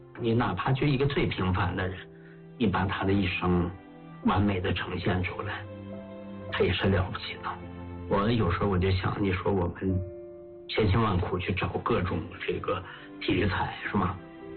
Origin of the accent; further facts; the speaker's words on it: Heilongjiang, China; 因为我本身是黑龙江人嘛，小时候文牧多，我对那块土地特别熟悉嘛。